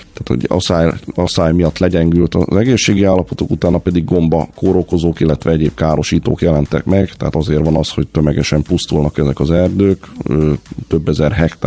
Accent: Ásotthalom, Csongrád-Csanád, Hungary; Én alföldi származású vagyok, Ásotthalomról származom

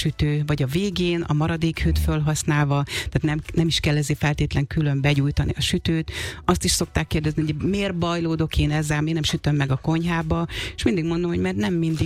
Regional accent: Békés, Hungary; Békés megyéből származom egyébként, és ott ez egy tradicionális süti.

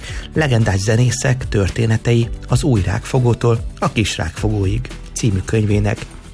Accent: Budapest, Hungary; now in Germany; 1946-ban születtem, és a 8. kerületben nőttem föl. Lakatos ablakos Dezsővel laktam egy házban.

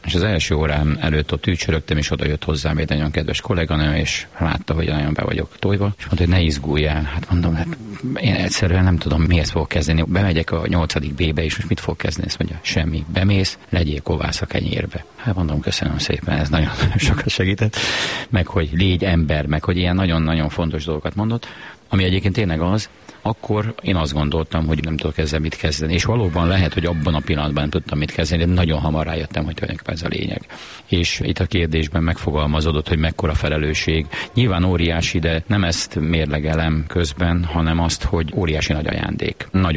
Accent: Hungary; now in Budapest, Hungary; Amikor én elkezdtem tanítani itt Budapesten, én egy vidéki fiú vagyok

